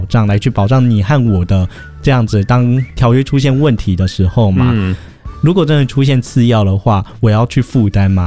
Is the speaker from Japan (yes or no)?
no; Taiwan; born there; 原来我生在这么漂亮的地方。